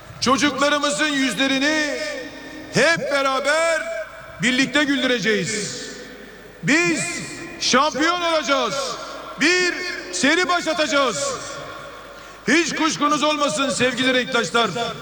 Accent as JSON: {"language": "Turkish", "region": "Istanbul", "country": "Turkey", "tie": "born or raised there", "said": "Sizler gibi sokaklardan geliyorum. Kasımpaşa'da büyüdüm."}